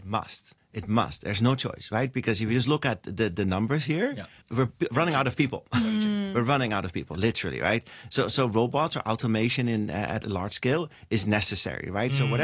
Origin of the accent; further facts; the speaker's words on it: Netherlands; So I'm a European, right? I'm from the Netherlands.